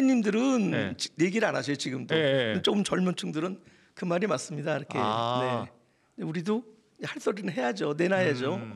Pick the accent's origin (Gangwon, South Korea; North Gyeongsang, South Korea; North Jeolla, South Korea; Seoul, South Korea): Seoul, South Korea; moved away as an adult; now in Chungcheong, South Korea; 저는 서울 마포가 고향입니다.